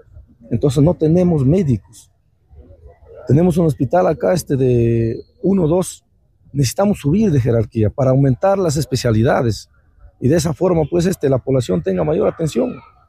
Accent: Cajamarca, Peru; los cajamarquinos somos

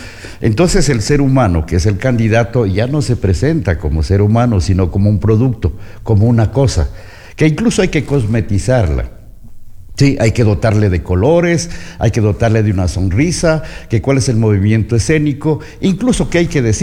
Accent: Ecuador; Somos los ecuatorianos.

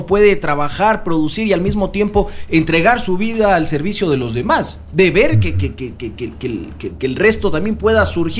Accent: Loja, Ecuador

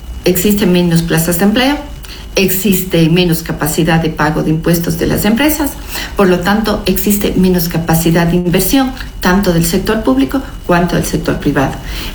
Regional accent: Ecuador

